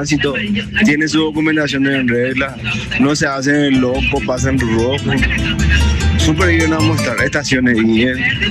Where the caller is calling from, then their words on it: Asunción, Paraguay; Yo soy PMT de Asunción